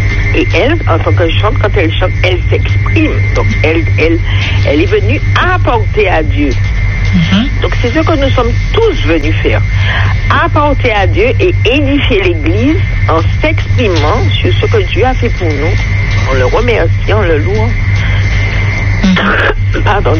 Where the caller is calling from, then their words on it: Fort-de-France, Martinique; De Fort-de-France.